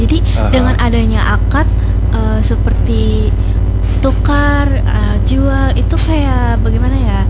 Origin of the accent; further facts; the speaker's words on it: Banjarbaru, South Kalimantan, Indonesia; Ulun sebagai warga Banjarbaru, warga Banjarbaru.